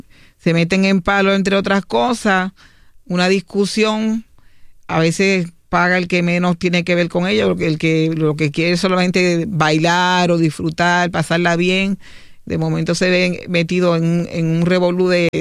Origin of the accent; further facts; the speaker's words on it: Río Piedras, Puerto Rico; Yo me crié en Río Piedras y de verdad que Río Piedras no es ni la sombra de lo que era cuando yo llegué allí.